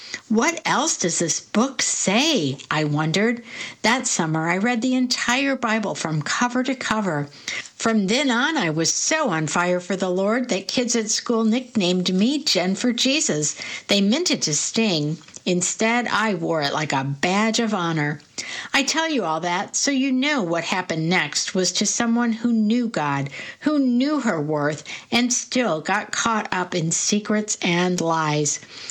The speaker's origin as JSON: {"language": "English", "town": "Roanoke", "region": "Virginia", "country": "United States", "tie": "born or raised there", "said": "I grew up in Roanoke, Virginia, the second of four children."}